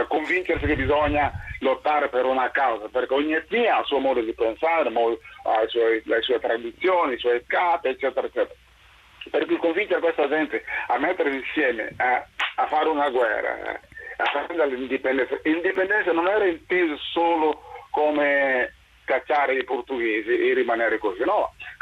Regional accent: Guinea; questo a un certo punto mi ha portato ad essere persona non grata nel mio paese, sì, in Guinea

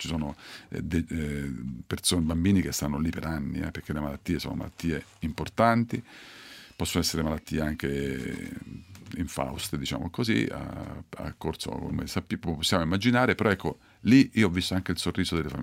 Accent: Rocca di Papa, Lazio, Italy; io sono di Rocca di Papa, sì, un paesino dei Castelli Romani.

